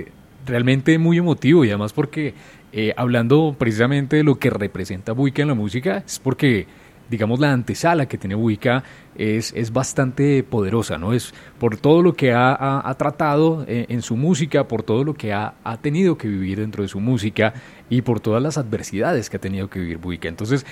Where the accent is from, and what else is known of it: Colombia